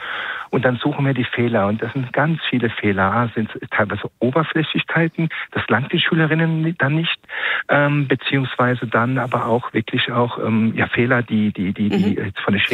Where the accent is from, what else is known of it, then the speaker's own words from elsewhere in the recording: Rhineland-Palatinate, Germany; Ich komme aus Rheinland-Pfalz, sind bei Ihnen in NRW, nennt man es, POBI, Politikwissenschaften.